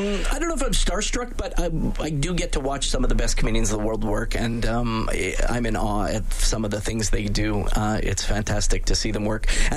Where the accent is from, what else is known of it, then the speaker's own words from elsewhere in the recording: Edmonton, Alberta, Canada; When I grew up in Edmonton in the 70s, a Taste of Edmonton was just pierogies.